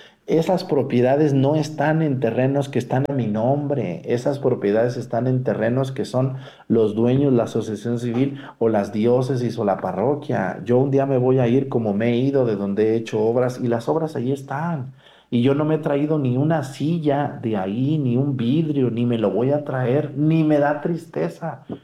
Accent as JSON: {"language": "Spanish", "town": "Mexticacán", "region": "Jalisco", "country": "Mexico", "tie": "born or raised there", "said": "incluso las obras que hemos hecho en mi pueblo, en Mesticacán"}